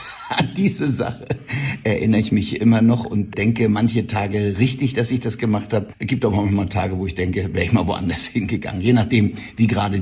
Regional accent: Mecklenburg-Vorpommern, Germany; Da hätte ich auch bleiben können, aber ich wollte so gerne wieder zurück nach Mecklenburg, meine Heimat.

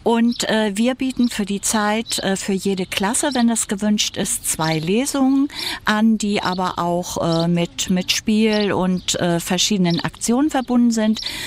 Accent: Greifswald, Mecklenburg-Vorpommern, Germany; ich komme aus Greifswald

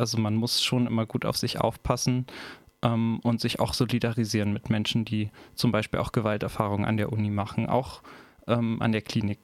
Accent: Berlin, Germany; Ich komme aus Berlin.

